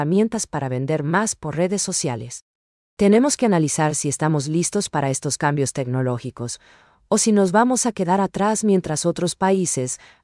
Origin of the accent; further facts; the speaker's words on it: Paraguay; nos identifique como paraguayos